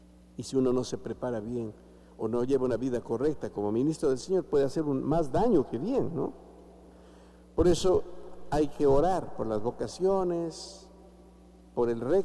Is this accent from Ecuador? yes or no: yes; Ecuador; also born or lived in Rome; now in Macas, Ecuador; ordenado sacerdote en mi pueblo natal